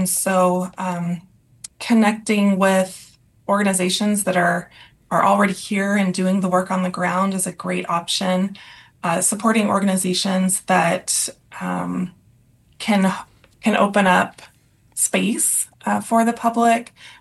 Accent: Oregon, United States; I'm from Central Oregon.

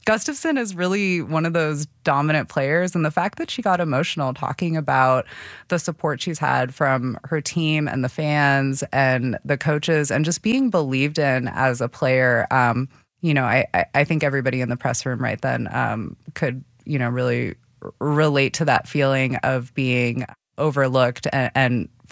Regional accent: Eugene, Oregon, United States; I grew up in Eugene.

